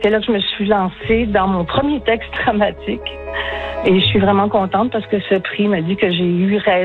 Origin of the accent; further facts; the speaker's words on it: Val-des-Monts, Quebec, Canada; je suis de Val-des-Monts.